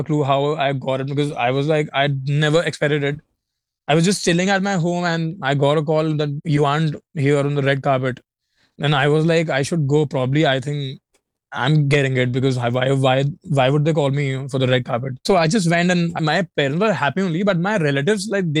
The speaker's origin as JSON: {"language": "English", "town": "Meerut", "region": "Uttar Pradesh", "country": "India", "tie": "born or raised there", "moved": "yes", "said": "While growing up in Meerut"}